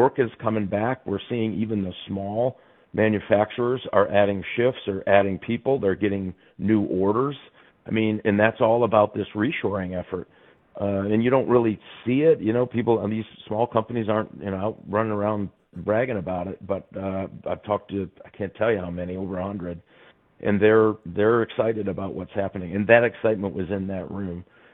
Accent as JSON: {"language": "English", "region": "Michigan", "country": "United States", "said": "And we're from Michigan."}